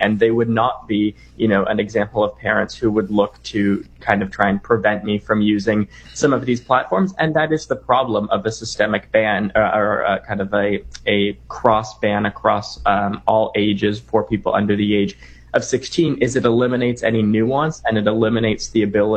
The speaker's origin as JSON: {"language": "English", "country": "Canada", "said": "Yeah, or my home country of Canada either"}